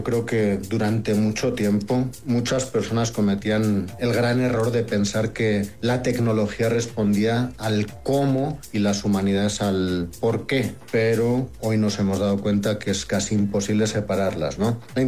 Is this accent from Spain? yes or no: yes; Borja, Aragon, Spain; now in Mexico; en Borja, en mi tierra natal, en España.